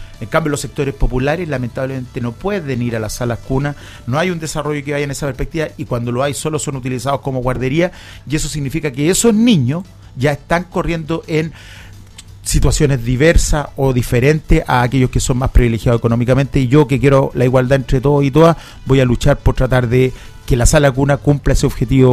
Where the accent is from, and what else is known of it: Chile